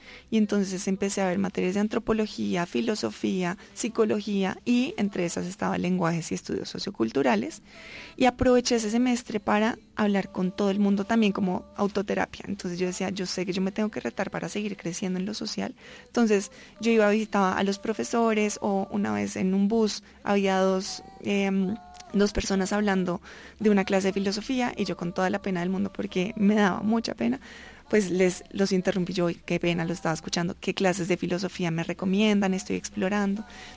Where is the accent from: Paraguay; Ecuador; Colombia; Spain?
Colombia; yo volví a Colombia